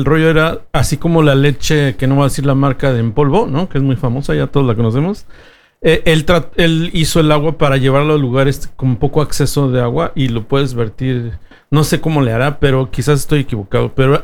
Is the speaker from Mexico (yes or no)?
yes; Mexico